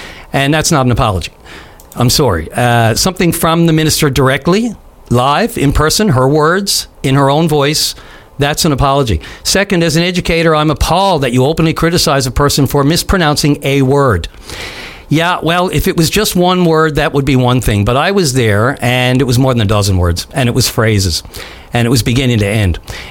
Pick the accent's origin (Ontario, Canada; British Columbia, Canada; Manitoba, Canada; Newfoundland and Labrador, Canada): Newfoundland and Labrador, Canada; I was offended as a Newfoundlander because I was there.